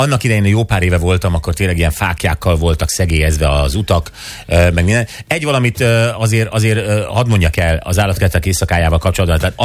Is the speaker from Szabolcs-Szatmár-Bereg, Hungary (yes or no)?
no; Budapest, Hungary; Mint budapesti, legalábbis.